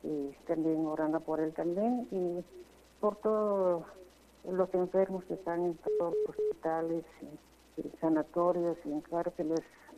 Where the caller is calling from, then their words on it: Guatemala; aquí en Guatemala